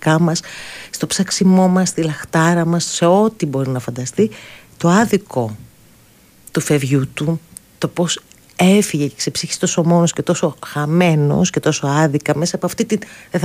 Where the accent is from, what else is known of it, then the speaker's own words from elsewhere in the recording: Piraeus, Attica, Greece; Εγώ είμαι 52, εκείνος ήταν 54. Φανταστείτε τώρα, μεγάλωσα δίπλα στην Αμφιάλη του Πειραιά.